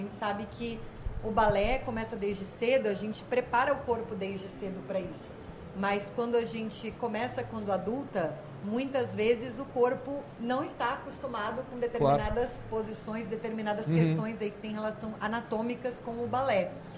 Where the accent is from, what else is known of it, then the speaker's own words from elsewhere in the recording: Rio de Janeiro, Brazil; moved away as an adult; also born or lived in São Paulo; Cursei a faculdade no Rio de Janeiro, que eu sou carioca, né? Eu vim do Rio. Fiz medicina lá. Depois, eu fui para São Paulo